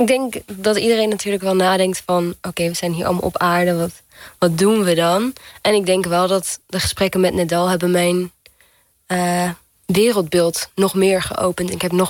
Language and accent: Dutch; Portugal; maar ik heb 2 Nederlandse ouders, maar ik ben geboren en getogen in Portugal. En daar heb ik eigenlijk mijn hele leven opgegroeid.